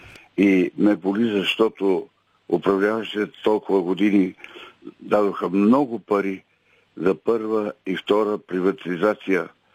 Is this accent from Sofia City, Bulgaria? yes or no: no; Teteven, Lovech Province, Bulgaria; от Тетевен.